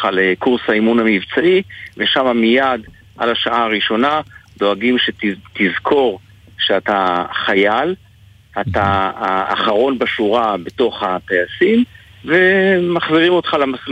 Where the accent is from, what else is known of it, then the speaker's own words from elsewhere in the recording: a moshav in the Jezreel Valley, Northern District, Israel; גדלתי במושב בעמק ישראל, מתחת ההקפה של רמת דוד